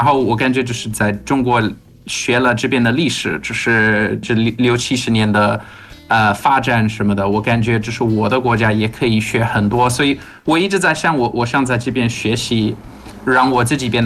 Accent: South Africa; Chinese is a second language; moved away as an adult; now in Nantong, China; 特别是对我们南非人来说，

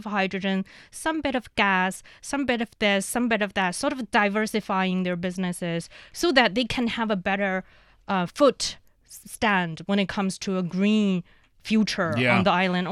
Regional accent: Chifeng, Inner Mongolia, China; Yeah, from my hometown, my home city, Chifeng, in the eastern side of Inner Mongolia

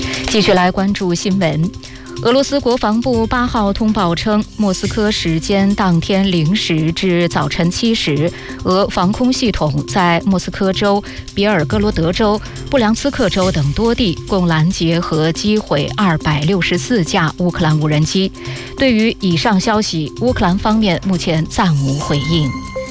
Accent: Latvia; Chinese is a second language

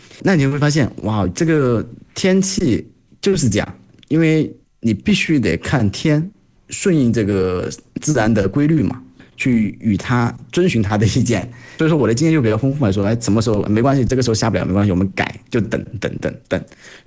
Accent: Sichuan, China; moved away; 就本身我就是在大陆长大嘛，而且我家还在盆地四川嘛

